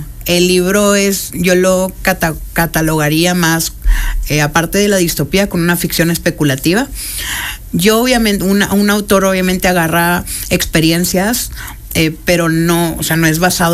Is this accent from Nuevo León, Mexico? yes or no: yes; Monterrey, Nuevo León, Mexico; ¿Dónde? Soy de Monterrey.